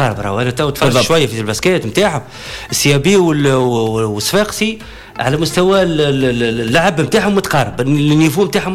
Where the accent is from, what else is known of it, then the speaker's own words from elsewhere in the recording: Tunisia; توا نحكي كتونسي مشجع